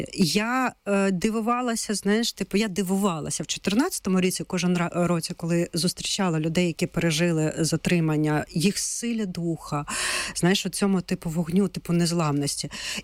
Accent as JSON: {"language": "Ukrainian", "town": "Luhansk", "region": "Luhansk Oblast", "country": "Ukraine", "said": "я сама з Луганська."}